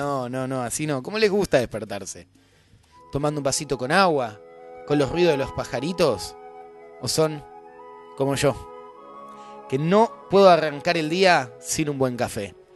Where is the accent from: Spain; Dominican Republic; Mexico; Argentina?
Argentina